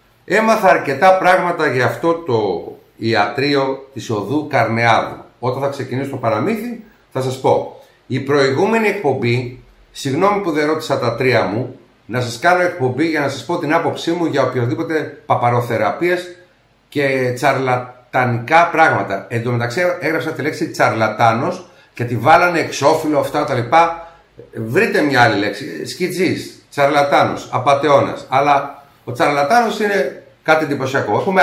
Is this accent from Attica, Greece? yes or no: yes; Nea Smyrni, Attica, Greece; Η καταγωγή μου, ναι, βέβαια είναι Κέρκυρα και Ήπειρο, αλλά εδώ που έμενα και γεννήθηκα ουσιαστικά είναι στη Νέα Σμύρνη.